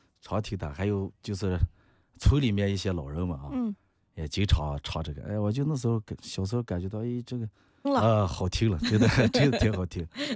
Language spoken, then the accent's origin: Chinese; Shaanxi, China; 我来自咱们衡山，1992年出生